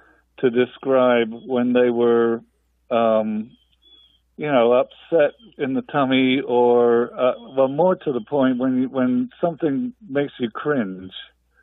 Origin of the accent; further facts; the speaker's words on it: England, United Kingdom; now in Tallahassee, United States; Right. I'm English originally.